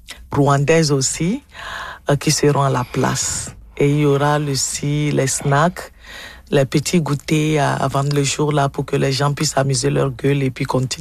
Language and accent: French; Togo; now in Winnipeg, Canada; je suis togolaise